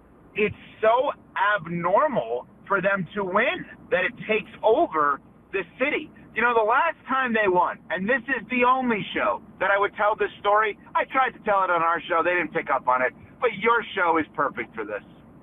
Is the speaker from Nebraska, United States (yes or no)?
no; New York City, New York, United States; I am a New Yorker